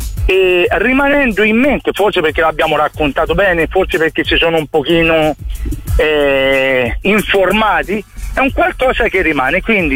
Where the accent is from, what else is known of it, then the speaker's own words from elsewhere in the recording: Tuscany, Italy; A quel punto il pensiero è, da buon toscano diciamo, ma che fai, mi hai preso per Fondelli?